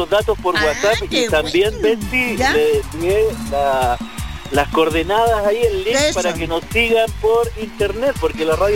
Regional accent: Chañaral de Carén, Coquimbo, Chile; born or raised there; now in Calama, Chile

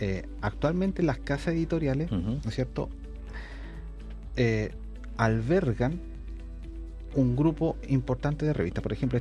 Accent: Chile; Generalmente, por ejemplo, si yo vengo de Chile, ¿no es cierto?, el otro par revisor lo más probable que sea de Asia.

